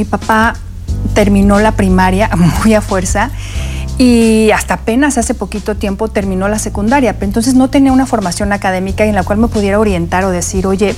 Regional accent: Querétaro, Mexico; born there; Me acuerdo yo que la carrera no estaba en mi tierra, ni en Amealco ni en San Juan del Río en ese momento.

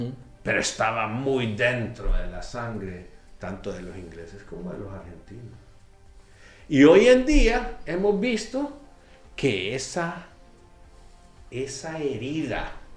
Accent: Honduras; Tengo una posición como hondureño.

